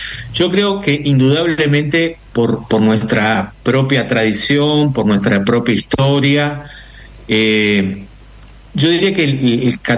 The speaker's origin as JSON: {"language": "Spanish", "country": "Argentina", "said": "Pero creo que también todavía como argentinos no dimensionamos verdaderamente los aportes y la figura de Bergoglio"}